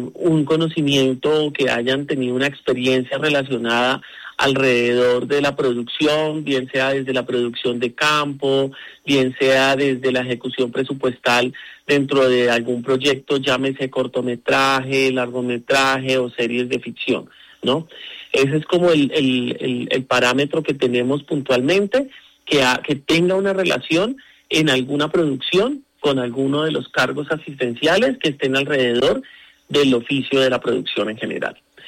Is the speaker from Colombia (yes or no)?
yes; Colombia